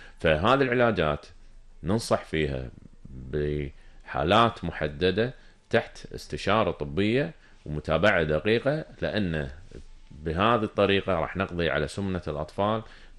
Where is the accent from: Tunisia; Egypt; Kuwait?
Kuwait; إحنا في الكويت